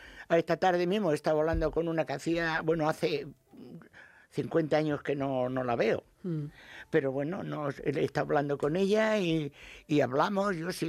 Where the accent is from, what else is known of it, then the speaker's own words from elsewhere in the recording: Castilla-La Mancha, Spain; born there; yo nací en Fuenlabrada de la provincia de Albacete.